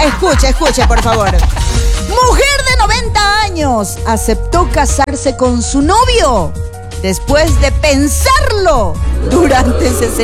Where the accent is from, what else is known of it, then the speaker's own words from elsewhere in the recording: Ecuadorian coast, Ecuador; Así no somos los costeños.